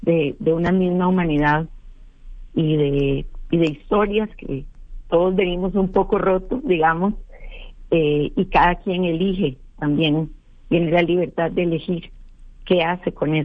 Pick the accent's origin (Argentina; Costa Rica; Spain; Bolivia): Costa Rica; moved away as an adult; also born or lived in Washington D.C. / New York / Miami; now in Mexico; Bueno, nací en Costa Rica, de orígenes polacos austriacos. Viví después de hasta los 23 años en Costa Rica, después me fui a estudiar a Washington D.C. y hice consultoría política en Nueva York, después en Miami por un tiempo